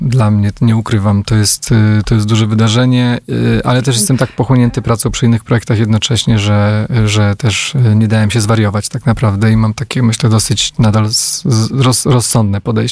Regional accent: Warsaw, Masovian Voivodeship, Poland; pochodzę z Warszawy

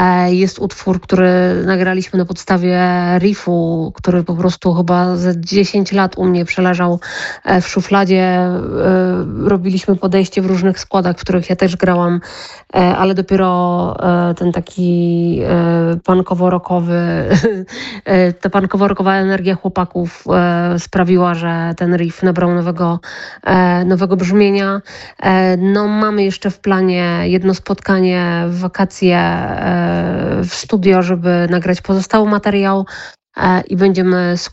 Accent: Kraków, Lesser Poland, Poland; wszyscy jesteśmy z Krakowa

